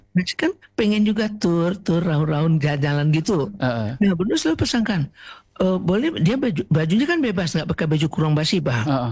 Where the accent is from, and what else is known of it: West Sumatra, Indonesia